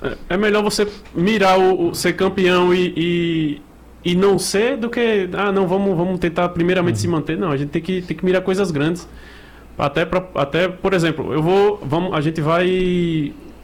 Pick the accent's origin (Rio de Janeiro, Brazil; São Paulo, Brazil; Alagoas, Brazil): Alagoas, Brazil; Maceió; moved away; Eu, como sou de Maceió